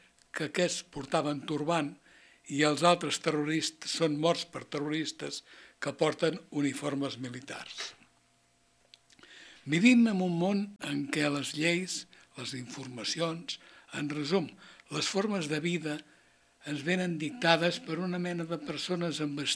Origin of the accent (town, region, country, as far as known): Catalonia, Spain